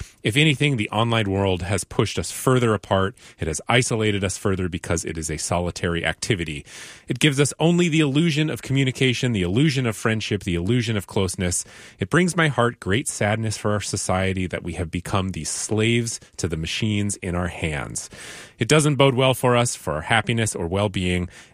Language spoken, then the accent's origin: English; Seattle, Washington, United States; now in South King County, United States; I grew up in Seattle and went to a certain coffee house every week for 27 years before I was priced out of my city and had to move south to South King County in order to afford rent.